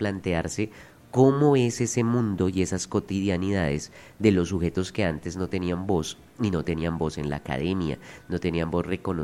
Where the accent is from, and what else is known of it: Colombia